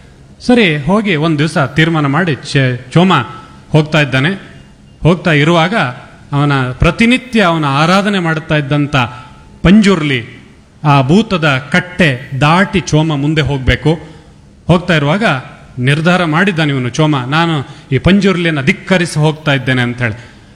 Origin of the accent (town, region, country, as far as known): Mangaluru, Karnataka, India